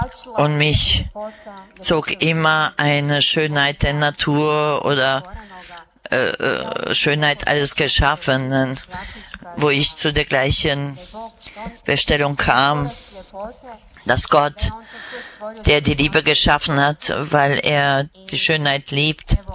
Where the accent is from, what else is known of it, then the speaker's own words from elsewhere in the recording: Kotor Varoš, Republika Srpska, Bosnia & Herzegovina; born there; German is a second language; Ich bin in Kotor Varosh in Bosnien geboren. Ich bin geboren in einer traditionellen katholischen Familie.